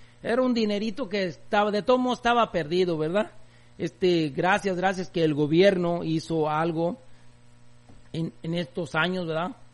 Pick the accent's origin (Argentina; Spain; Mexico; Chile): Mexico; Huejúcar, Jalisco; now in United States; yo quería ir a mi pueblo, ¿verdad? Mi pueblo Huejúcar, Jalisco, quería ir yo a estar allá con mi gente